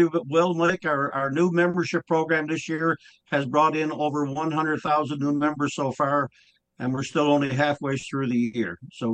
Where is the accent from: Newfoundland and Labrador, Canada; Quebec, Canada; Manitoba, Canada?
Newfoundland and Labrador, Canada; Carpentier; In my hometown here in Carpentier, Newfoundland, you know, we have 200 members, but we're open to the public every day, Monday through Saturday.